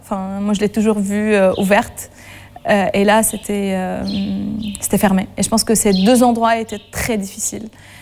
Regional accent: Mosul, Nineveh, Iraq; Et puis j'ai pleuré une deuxième fois quand je suis arrivée devant chez moi, à Mossoul.

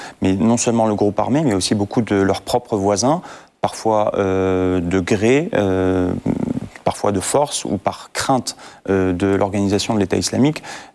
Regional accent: Iraq; first language Modern Aramaic; French is a second language; moved away

